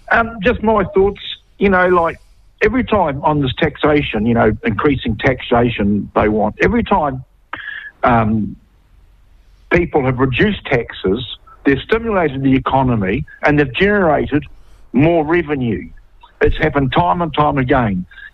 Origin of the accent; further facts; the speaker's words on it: Opotiki, Bay of Plenty, New Zealand; and I'm from Opotiki, Eastern Bay of Plenty, in our local paper the other day